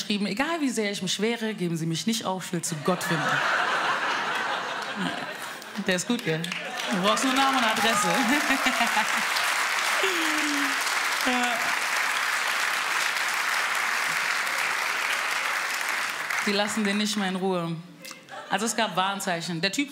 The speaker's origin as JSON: {"language": "German", "region": "Bavaria", "country": "Germany", "said": "Ich bin aus Frankfurt. Spaß, ich bin eigentlich aus Bayern. Wirklich. Wirklich, boardisch Mädel."}